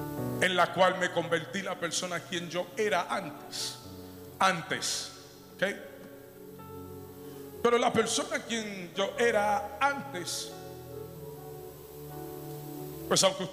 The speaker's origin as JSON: {"language": "Spanish", "town": "Mayagüez", "country": "Puerto Rico", "tie": "born there", "said": "Somos dominicanos y puertorriqueños. Dominicano sangre completa, pero nacido en Mayagüez, Puerto Rico."}